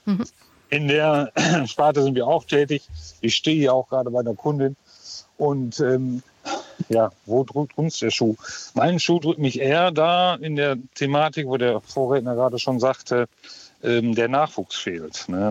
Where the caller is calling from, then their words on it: North Rhine-Westphalia, Germany; Wir kommen jetzt hier aus dem Rande vom Ruhrgebiet.